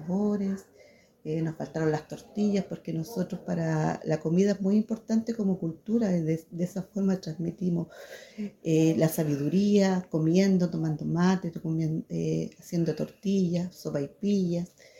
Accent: Temuco, Araucanía, Chile; vengo de Temuco y yo me dedico a la gastronomía mapuche

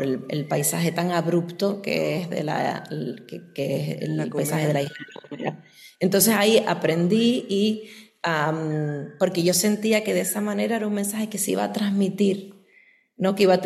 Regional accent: Canary Islands, Spain; yo soy de las Islas Canarias y entonces mis ancestras, pues los ancestros de las Islas Canarias, en Tenerife en concreto, momificaban

